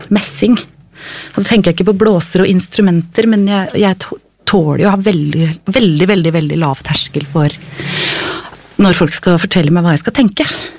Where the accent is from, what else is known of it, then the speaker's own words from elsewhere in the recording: Oslo, Norway; født og oppvokst I Oslo